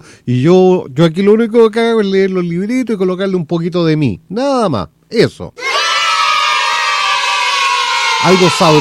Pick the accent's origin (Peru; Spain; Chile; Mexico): Chile; yo soy chileno